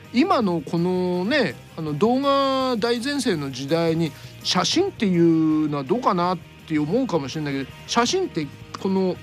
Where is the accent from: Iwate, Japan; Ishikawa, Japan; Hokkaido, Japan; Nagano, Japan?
Ishikawa, Japan; born there; 小学生の時石川県に住んでると